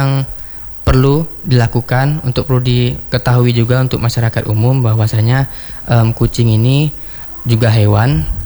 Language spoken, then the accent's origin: Indonesian; Medan, North Sumatra, Indonesia; moved away as an adult; now in Banda Aceh, Indonesia; Saya berasal dari Medan.